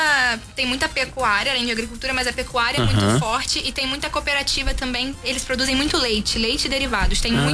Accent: São Sebastião do Alto, Rio de Janeiro, Brazil; now in Rio de Janeiro, Brazil; Eu sou de fora, eu venho do interior do Rio de Janeiro, de Valão do Barro.

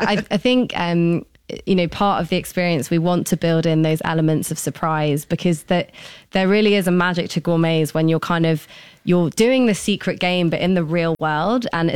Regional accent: London, United Kingdom; moved away as an adult; now in Singapore; I'm half Singaporean. Uh-huh. My mother's from Singapore, and I was born and raised in London.

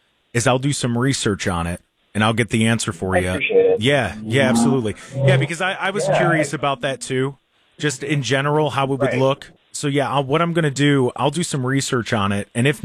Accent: United States; Because look, we as Americans, a lot of us, we've grown up with it.

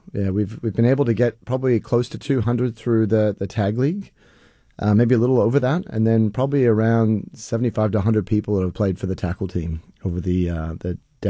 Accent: Australia; now in Sacramento, United States; Yeah, it's a really fun experience, I reckon, coming from Australia to see the passion that Americans have for the game

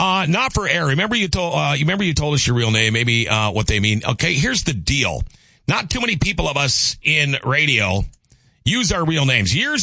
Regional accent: Thief River Falls, Minnesota, United States; I'm from Thief River Falls. That's what I consider home. I call that my hometown.

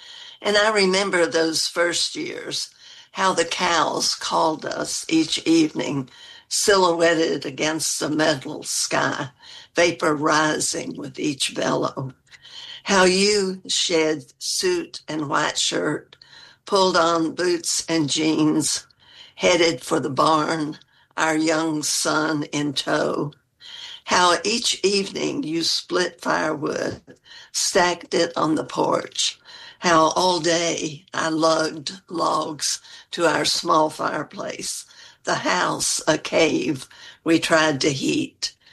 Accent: Oak Ridge, Tennessee, United States; also born or lived in Grant Town, West Virginia / southeastern Kentucky; now in East Tennessee, United States; So I grew up in Oak Ridge in Tennessee, though, because during the war, my dad was hired to work in one of the nuclear facilities. And so we came to Oak Ridge when I was six

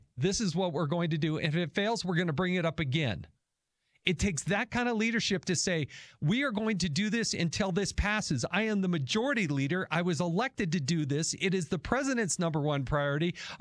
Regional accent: Utah, United States; a lot of places, my home state of Utah included, Utah does all vote by mail.

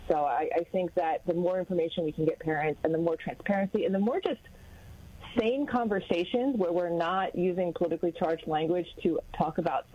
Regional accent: Pennsylvania, United States; moved away; As a mother, as a woman, as a someone who was born and bred in Pennsylvania.

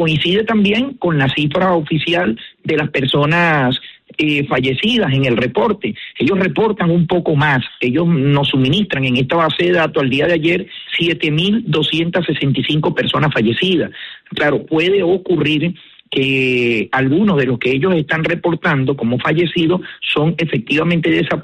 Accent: La Guaira, Venezuela; Soy de aquí de La Guaira, viví el terremoto junto a mi familia, como lo vivieron todos los guaireños.

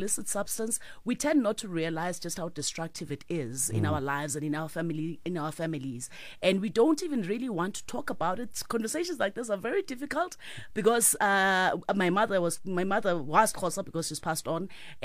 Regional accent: Eswatini; born there; I was born in Eswatini, Swaziland then.

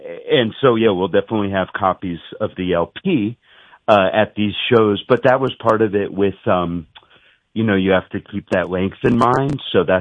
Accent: Boston, Massachusetts, United States; now in New York City, United States; I was born in New York, but then when I was about 4, my family moved to the Boston area.

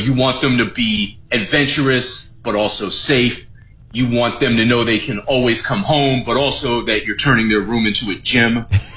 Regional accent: Boston, Massachusetts, United States; I mean, I'm from Boston, so like Cheers was mandatory viewing.

